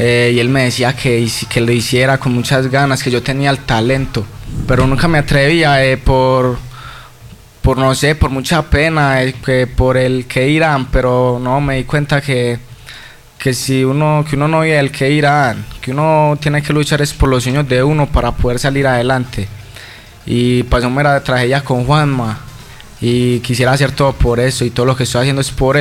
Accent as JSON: {"language": "Spanish", "country": "Colombia", "tie": "born or raised there", "said": "He sido aquí de Fronia toda la vida."}